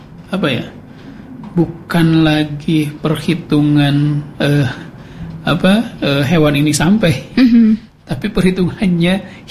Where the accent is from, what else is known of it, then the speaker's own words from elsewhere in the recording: West Java, Indonesia; Dari Indonesia. Setelah itu berbicara lagi, dari Indonesianya mana gitu ya. Saya dari Jawa Barat.